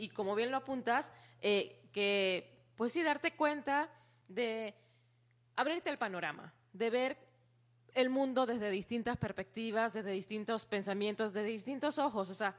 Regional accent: Venezuela; now in Mexico; quizá no eres mexicano, no eres, en mi caso, de dónde vienes, venezolana, sino que te conviertes como en un mix

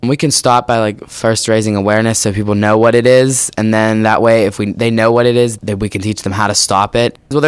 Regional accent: South Allegheny, Pennsylvania, United States; I'm from South Allegheny, and I'm in 11th grade.

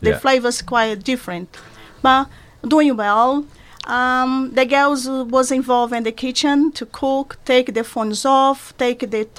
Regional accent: Brazil; English is a second language; moved away as an adult; now in England, United Kingdom; I'm from Brazil, yep. Of course. And yes, I've been in England for almost 20 years.

